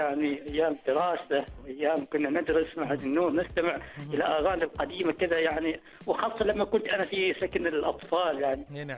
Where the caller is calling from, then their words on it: Al Dhahirah, Oman; أكلمك من محافظة الظاهرة